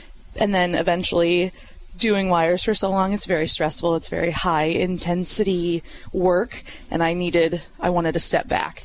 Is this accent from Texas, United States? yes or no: no; Pekin, Illinois, United States; I'm actually from Pekin, Illinois.